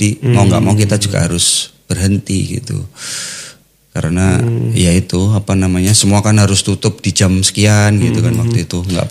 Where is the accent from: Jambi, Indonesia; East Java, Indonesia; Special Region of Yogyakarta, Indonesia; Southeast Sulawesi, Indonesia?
East Java, Indonesia; Tulungagung; also born or lived in Jakarta / Surabaya